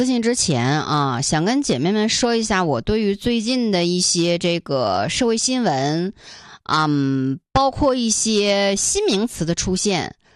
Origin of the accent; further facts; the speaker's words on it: Northeast China, China; accent: Northeastern dialect; 我们东北话说呢，就是大本喽